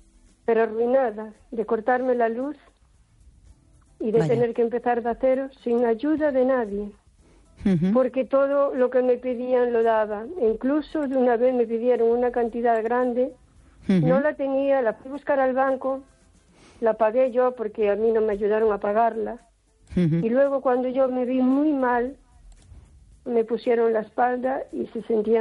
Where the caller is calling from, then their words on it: O Carballiño, Galicia, Spain; de Carballiño.